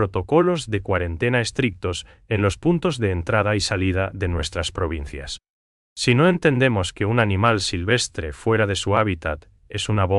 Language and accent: Spanish; Paraguay